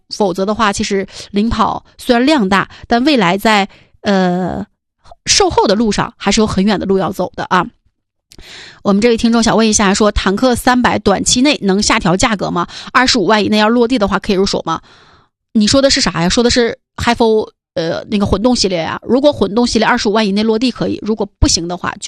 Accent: Northeast China, China; 咱们都是东北老乡啊，咱们东北人

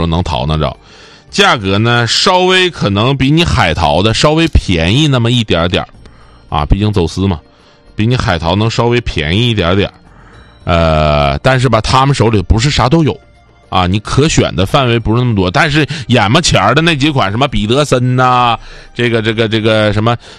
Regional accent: Northeast China, China; accent: Northeastern; 用我们东北话讲叫墨

